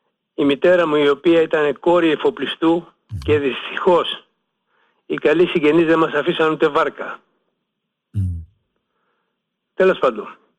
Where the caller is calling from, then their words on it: Peloponnese, Greece; Είναι τιμή μου και καμάρι μου που είμαι από τη Μάνη και μέσα από τη Μέσα Μάνη που κανόνει και πύραυλος δεν τη φτάνει.